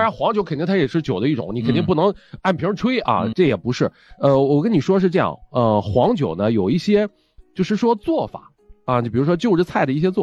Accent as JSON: {"language": "Chinese", "town": "Qingdao", "region": "Shandong", "country": "China", "tie": "born or raised there", "said": "就是我的家乡，我的原产地，就是我是出生在青岛市的即墨区。"}